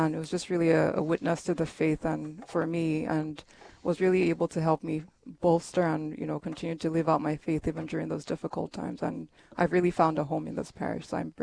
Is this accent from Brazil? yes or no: no; Nigeria; now in Rochester, United States; So I am from Nigeria.